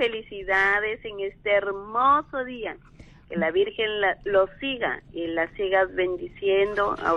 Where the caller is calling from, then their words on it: Piura, Peru; Desde Piura.